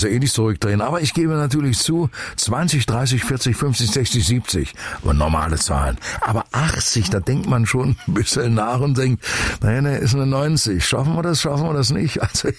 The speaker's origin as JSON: {"language": "German", "town": "Bretten", "region": "Baden-Württemberg", "country": "Germany", "tie": "born there"}